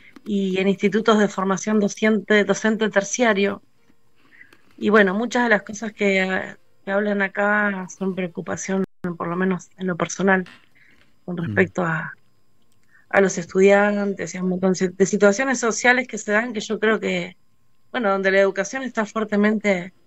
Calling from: Comodoro Rivadavia, Chubut, Argentina; yo vivo en Comodoro Rivadavia.

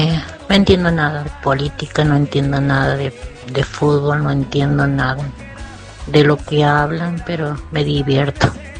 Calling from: Villa Mercedes, San Luis, Argentina; de Villa Mercedes

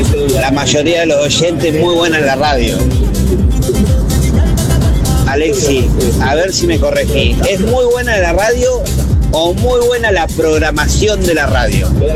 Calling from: General Villegas, Buenos Aires Province, Argentina; de Villegas.

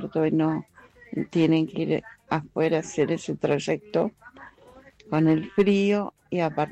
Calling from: Neuquén, Argentina; de Neuquén.

